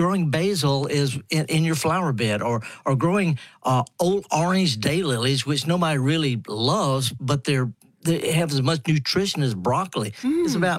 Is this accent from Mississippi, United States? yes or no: yes; Mississippi, United States; I'm from Mississippi. I'd garden half the year in England